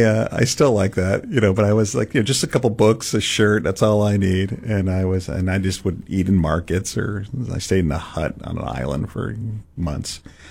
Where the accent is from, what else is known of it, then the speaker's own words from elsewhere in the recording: San Francisco, California, United States; And part of it is I'm growing up in San Francisco, so it's not like you're not in the middle of church culture. I didn't know a kid who went to church.